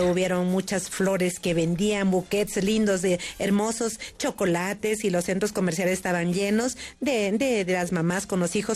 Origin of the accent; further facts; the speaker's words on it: Loja, Ecuador; yo soy de la provincia de Loja